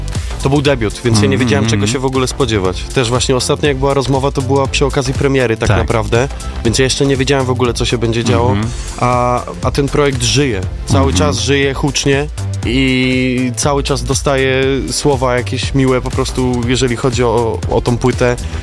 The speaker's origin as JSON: {"language": "Polish", "town": "Łódź", "region": "Łódź Voivodeship", "country": "Poland", "said": "jestem bardzo dumny z tego, że jestem z Łodzi. Mm-hmm. I nie wyobrażam sobie żyć chyba poza moim miastem."}